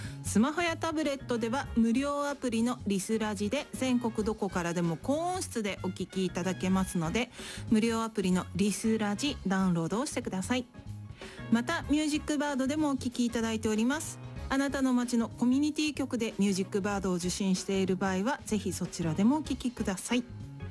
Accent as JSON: {"language": "Japanese", "region": "Tokushima", "country": "Japan", "tie": "born or raised there", "said": "私は四国徳島のど田舎生まれど田舎育ちの人間なので、"}